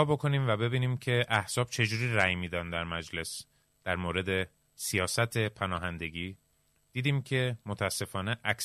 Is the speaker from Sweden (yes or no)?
yes; Falun, Dalarna County, Sweden; also born or lived in Iran; در شهر کوچیکی که من بزرگ شدم در سوئد به نام فالون در استان دالانا تعداد خارجی زیاد نبود،